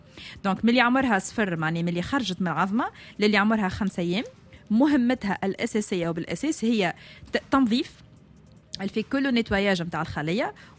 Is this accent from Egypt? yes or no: no; Tunisia